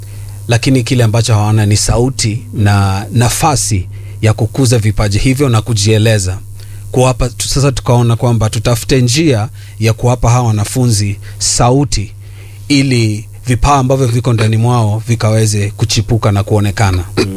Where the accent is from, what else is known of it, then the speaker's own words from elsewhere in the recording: Kakamega, Kakamega County, Kenya; moved away as an adult; now in Nairobi, Kenya; Kwa hivyo mimi ni mzaliwa wa Kakamega, nilikuzwa kule, nikasomea kule, kisha nikakuja Nairobi baadaye.